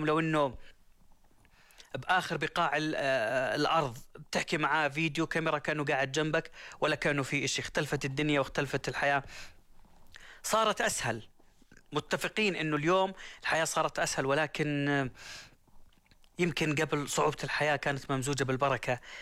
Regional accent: Jordan; نعتز فيهم كأردنيين

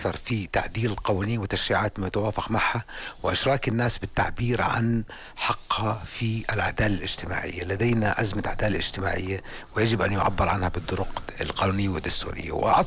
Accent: Jordan; يؤذيني كأردني

